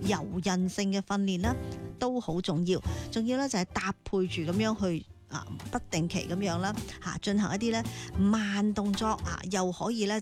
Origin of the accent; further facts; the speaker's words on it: Guangdong, China; 我哋广东人